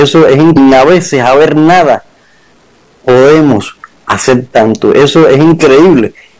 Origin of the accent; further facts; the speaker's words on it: Havana, Cuba; born there; Trato de hacerle un homenaje a La Habana, a mi Habana, donde yo nací.